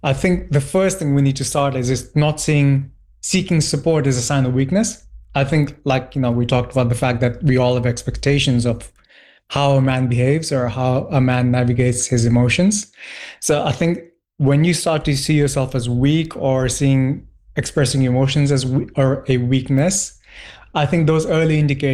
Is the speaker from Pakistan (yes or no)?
yes; Pakistan; now in United Kingdom; I was raised in Pakistan until we immigrated to the UK.